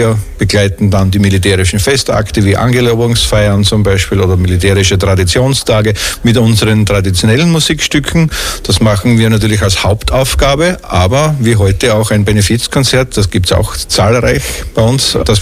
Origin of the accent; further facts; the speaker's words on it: Styria, Austria; moved away as an adult; Ich komme ursprünglich aus der Steiermark und bin dort auch als Militärmusiker tätig gewesen.